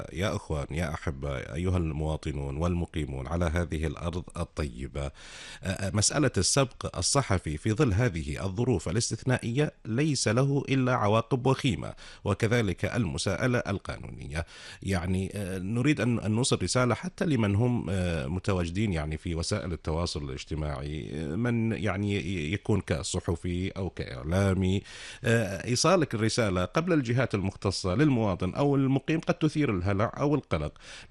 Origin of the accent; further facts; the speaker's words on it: Kuwait; بلادنا الكويت